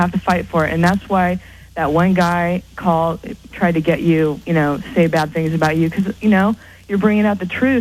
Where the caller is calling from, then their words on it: California, United States; I'm calling from California.